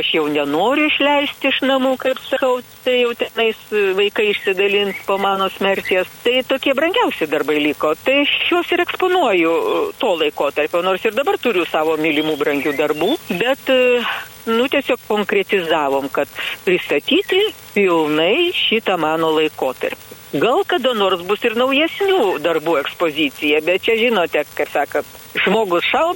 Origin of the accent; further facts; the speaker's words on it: Vilnius, Vilnius County, Lithuania; Aš iš Vilniaus miesto, štiodu šitą interviu.